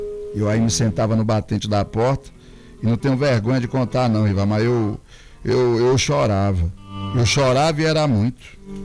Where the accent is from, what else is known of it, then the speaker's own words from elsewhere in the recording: Ubaitaba, Bahia, Brazil; Voltei para minha terrinha, Rivamar, com meus filhos e na maior tristeza. É, mas agora eu estava querendo reconstruir a minha vida. Eu tinha vindo de Ubaitaba naquele sábado para Itabuna.